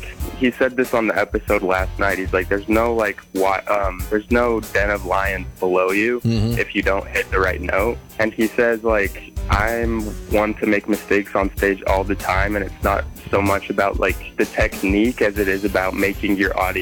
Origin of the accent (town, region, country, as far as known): Utah, United States